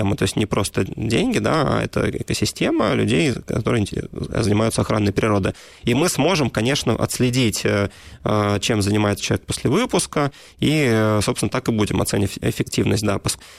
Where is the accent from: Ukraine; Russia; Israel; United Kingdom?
Russia; Saint Petersburg; Я родился в Петербурге и вырос в Санкт-Петербурге